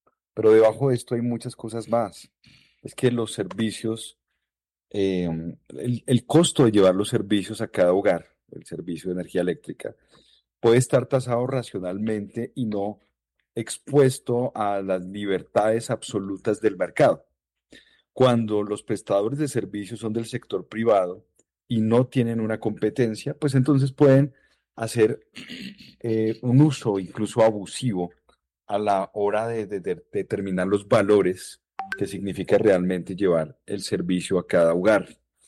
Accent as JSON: {"language": "Spanish", "country": "Colombia"}